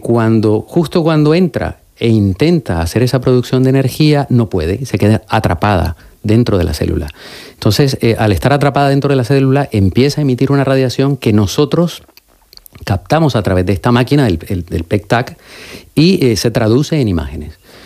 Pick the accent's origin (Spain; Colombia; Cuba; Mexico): Colombia; Barranquilla, Atlántico; born there; Yo nací en Barranquilla, Colombia.